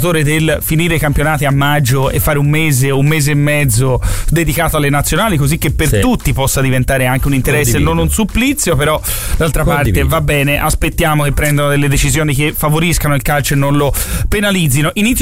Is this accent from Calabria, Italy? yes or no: no; Florence, Tuscany, Italy; sì, da fiorentino